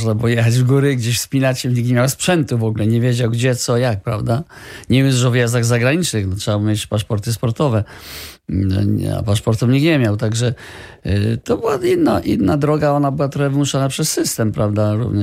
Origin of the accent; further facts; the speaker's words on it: Greater Poland Voivodeship, Poland; moved away as an adult; also born or lived in Wrocław; ja pochodzę z Wielkopolski. Ale z tej mojej Wielkopolski na studia było bliżej do Wrocławia niż do Poznania.